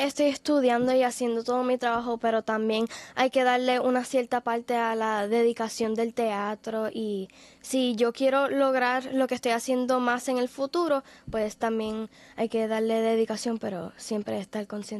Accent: Río Grande, Puerto Rico; Yo soy de Río Grande.

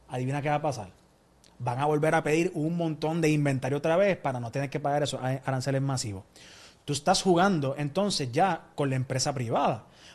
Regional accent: Puerto Rico; yo soy de Puerto Rico

